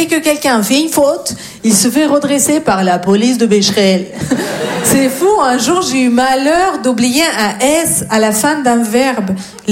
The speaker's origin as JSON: {"language": "French", "country": "Russia", "second_language": "French", "moved": "as an adult", "lives_now": "France", "said": "Non, je viens de Russie."}